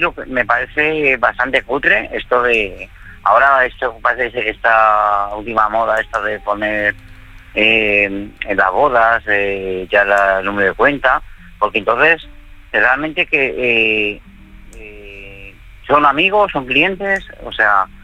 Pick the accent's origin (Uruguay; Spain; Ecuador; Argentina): Spain; Madrid, Community of Madrid